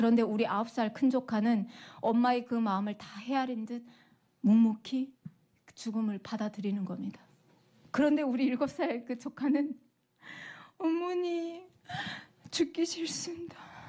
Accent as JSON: {"language": "Korean", "country": "North Korea", "said": "살려주시오. 우리 조선에서 왔습니다. 살려주시오."}